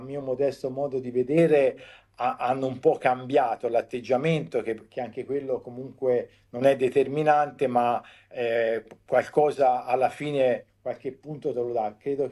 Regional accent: Tuscany, Italy; anche da Toscano

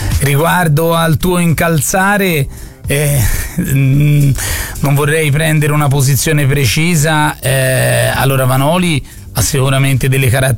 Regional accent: Florence, Tuscany, Italy

